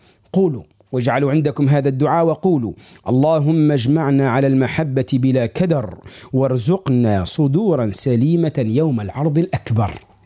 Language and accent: Arabic; Tunisia; وخيانا وأحبابنا وأهالينا في مدينة جربة وفي الجنوب ككل. بصراحة اللهجة متاعنا العادية، اللهجة متاعنا في أهالينا في الجنوب وبعض المناطق أيضا حتى في الشمال وفي الوسط، أنه في لهجتنا العادية الحروف نميلوها